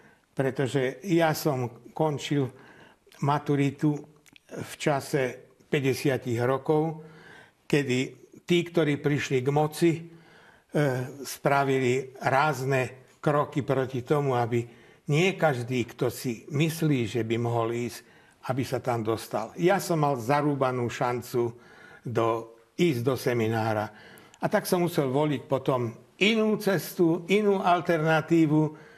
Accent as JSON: {"language": "Slovak", "region": "Banská Bystrica Region", "country": "Slovakia", "tie": "born or raised there", "said": "kde som sa v mojom rodisku, kde som ja žil, kde som chodil, to je na rozhraní Veľkej Fatry a Kremnických vrchov v údolí nedaleko Banskej Bystrice, je moja rodná obec. Tam som vyrástol"}